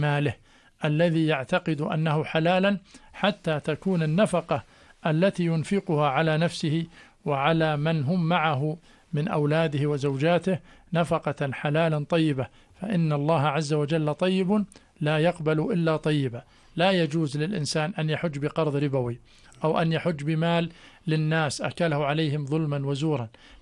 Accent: Jordan; لما تقول أنا حاج أردني، أنت مثال لكل من يراك في تصرفاتك

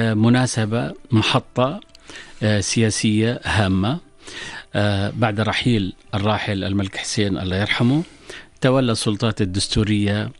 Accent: Jordan

